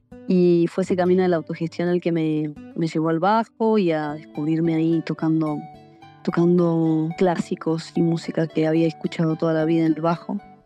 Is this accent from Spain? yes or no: no; Argentina; me siento muy bendecida realmente de la tierra, de Argentina, la tierra en la que crecí y que me nutrió con tanto arte